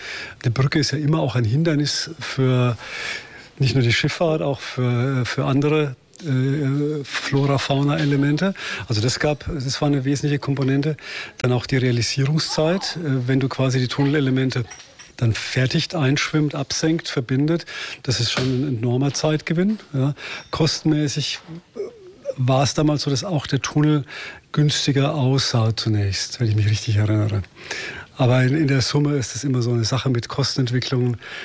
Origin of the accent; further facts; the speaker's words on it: Bavaria, Germany; born there; moved away as an adult; now in Berlin, Germany; Ich bin Deutscher, geboren tatsächlich in Bayern. 1964 und dann halt berufsbedingt, wenn Sie Bauingenieur sind, dann sind die Projekte nicht am Kirchturm, sondern da müssen Sie dann schon auch mit dem Projekt mitziehen und dann mit der Wiedervereinigung in Berlin gelandet